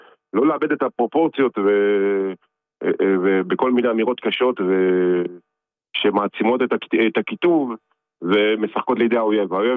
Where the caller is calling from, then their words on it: Tel Aviv, Tel Aviv District, Israel; מתל אביב.